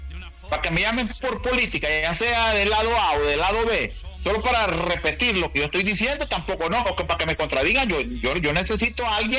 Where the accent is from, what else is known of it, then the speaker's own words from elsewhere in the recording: Honduras; Si soy un hondureño común y corriente, hombre.